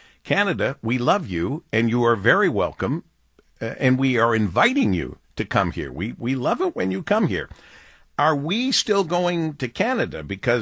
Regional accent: Monroe, Michigan, United States; my girl next door neighbor when I was growing up on Tremont Street in Monroe, Michigan

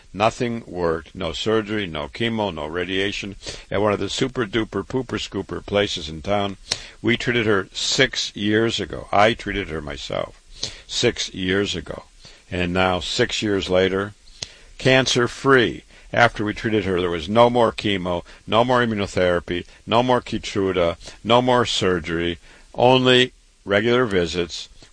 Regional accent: Waterloo, Iowa, United States; I just want to introduce myself. I was born and raised in Waterloo, Iowa.

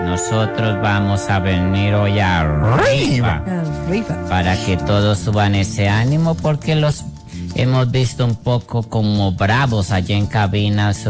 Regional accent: Túquerres, Nariño, Colombia; Venimos desde San Doná, de Tuquerres, de la... Llanada Lareño, hijo de puchica, qué lindo que es Llanada

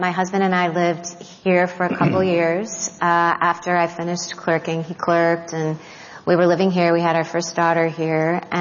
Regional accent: New Orleans, Louisiana, United States; born there; I mean, I was born in New Orleans. I'm not used to the cold weather

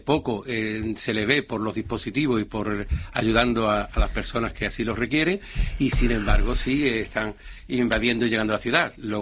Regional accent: Ceuta, Spain; Somos parte de la ciudadanía de Ceuta, somos socialistas y ceutíes, y esas dos cosas no son incompatibles

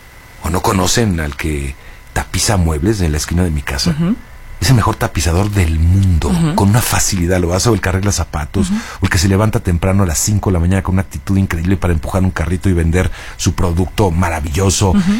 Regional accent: Mexico; soy mexicano y estoy involucrado, pues obviamente sentimentalmente en ese partido.

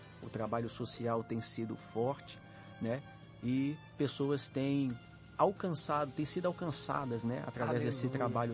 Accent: Manaus, Amazonas, Brazil; Inclusive a minha terra, Manaus, onde Deus tem feito coisas extraordinárias.

